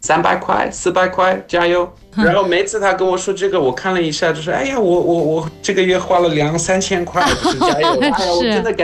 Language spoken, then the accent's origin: Chinese; South Africa; moved away; 我记得我小时候在南非，